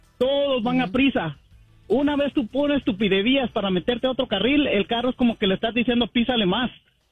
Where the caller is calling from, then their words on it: California, United States; Buenos días, de California.